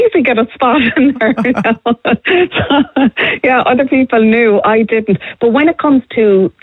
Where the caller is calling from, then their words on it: County Clare, Ireland; I'm from County Clare.